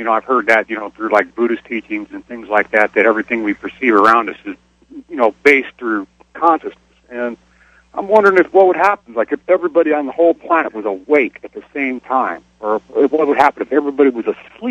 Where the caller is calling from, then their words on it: Mesa, Arizona, United States; Hi, Art. I'm calling from Mesa.